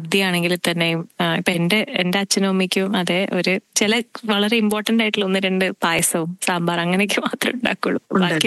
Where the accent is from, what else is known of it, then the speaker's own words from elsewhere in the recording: Thiruvananthapuram, Kerala, India; now in Australia; ഞാൻ ട്രിവാൻഡ്രത്തിൽ നിന്നാണ്